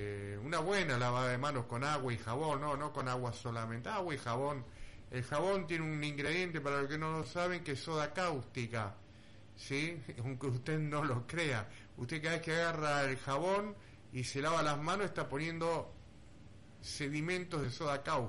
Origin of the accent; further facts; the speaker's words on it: Argentina; nosotros argentinos estamos acostumbrados a abrazarnos, a besarnos